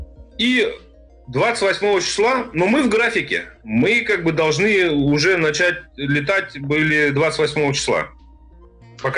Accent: Russia; Я говорю: я из России.

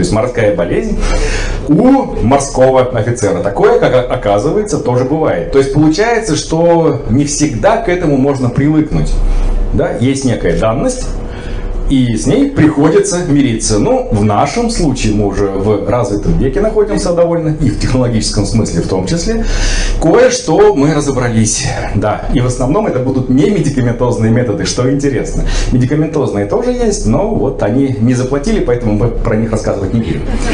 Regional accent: Astrakhan, Astrakhan Oblast, Russia; я из Астраханской области, я из Астрахани точнее

